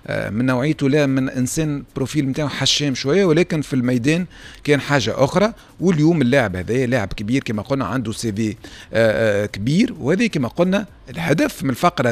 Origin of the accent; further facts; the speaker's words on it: Tunisia; في بلادنا في تونس